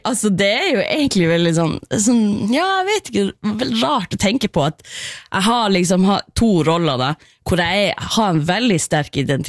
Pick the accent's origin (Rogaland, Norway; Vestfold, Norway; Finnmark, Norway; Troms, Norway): Finnmark, Norway; Karasjok; jeg vokste opp i Karasjok